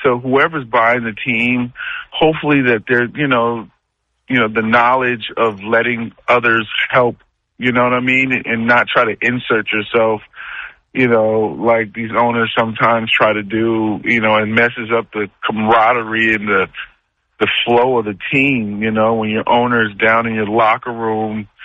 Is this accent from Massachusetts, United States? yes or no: yes; Boston, Massachusetts, United States; I'm a Boston fan. I'm from Boston. I'm from Dorchester. I'm from Mattapan.